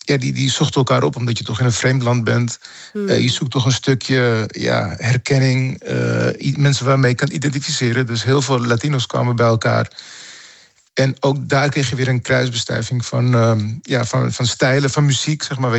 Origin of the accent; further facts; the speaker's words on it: Amsterdam, North Holland, Netherlands; born there; Dus ik ben wel hier geboren in Amsterdam. En mijn moeder is naar Nederland gekomen vanwege verschillende redenen.